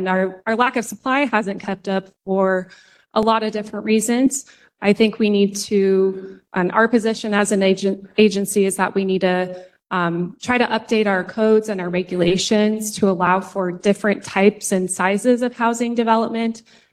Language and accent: English; Middleton, United States; born or raised there